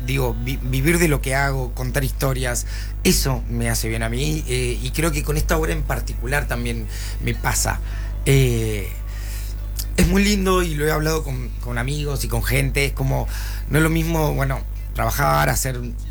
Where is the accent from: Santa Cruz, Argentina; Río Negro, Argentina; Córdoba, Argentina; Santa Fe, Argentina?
Córdoba, Argentina; now in Buenos Aires, Argentina; yo estoy viviendo en Buenos Aires hace 16 años, soy un actor cordobés